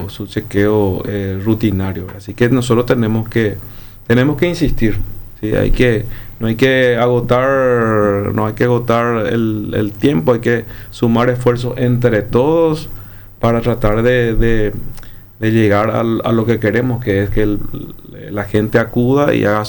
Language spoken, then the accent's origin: Spanish; Paraguay